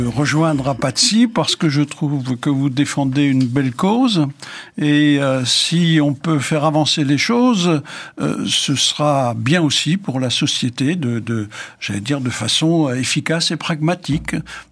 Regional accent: Grand Est, France; born or raised there; moved away

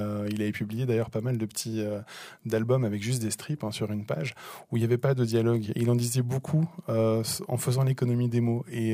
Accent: Belgium; je suis belge

